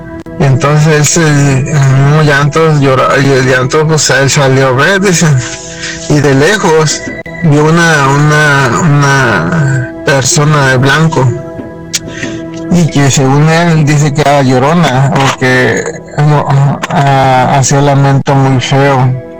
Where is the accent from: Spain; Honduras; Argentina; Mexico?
Mexico; San Luis Potosí; Yo vengo de... Soy nativo de San Luis Potosí.